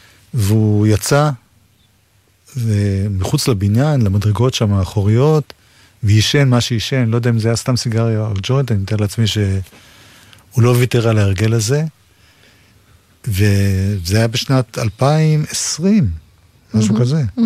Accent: Jerusalem, Jerusalem District, Israel; אני ירושלמי מבית הרוס. בסדר, תקראי לי זה, כי במקרה גרתי ברחביה.

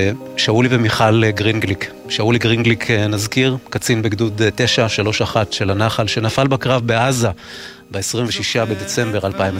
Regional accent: Ofakim, Southern District, Israel; born there; גדלנו כאן.

